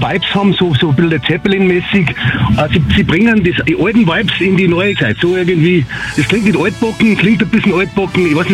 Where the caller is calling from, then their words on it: Salzburg, Austria; Aus Salzburg.